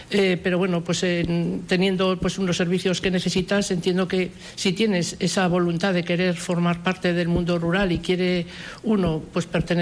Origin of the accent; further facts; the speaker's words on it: Sos del Rey Católico, Aragon, Spain; Sos del Rey Católico tiene tres núcleos. Tiene la villa, tiene también una entidad local menor que se llama Sofuentes, que es de la cual soy nacida, y también un barrio que se llama Campo Real.